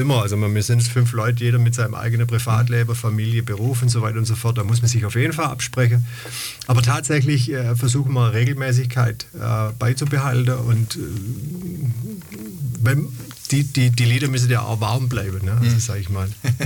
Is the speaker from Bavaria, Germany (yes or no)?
no; Leinzell, Baden-Württemberg, Germany; now in Abtsgmünd, Germany; Also, ich selbst komme aus der Nähe von Schwäbisch Gmünd, also Leinzell.